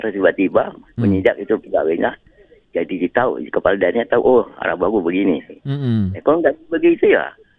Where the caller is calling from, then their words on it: Makassar, South Sulawesi, Indonesia; Ya, kabar baik walaupun kadang-kadang masih ada hujan di Makassar.